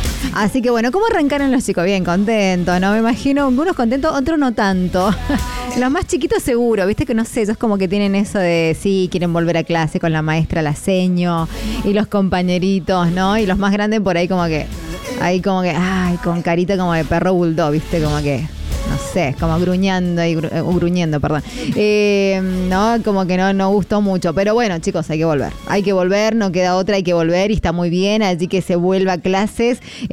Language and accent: Spanish; Argentina; Bien ahí, como buenos, como argentinos luchadores y resilientes que somos, claro que sí.